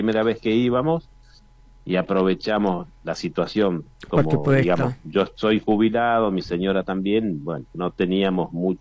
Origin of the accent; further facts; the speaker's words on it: Brinkmann, Córdoba, Argentina; moved away as an adult; now in San Francisco, Argentina; no, yo soy de Brinkman, oriundo